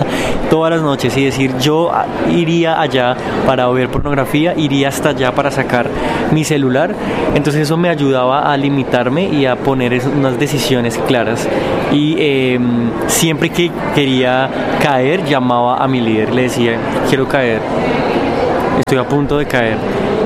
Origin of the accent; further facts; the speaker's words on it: Bogotá, Colombia; born there; Yo nací en Bogotá, crecí pues en una familia que me invitó a conocer a Jesús.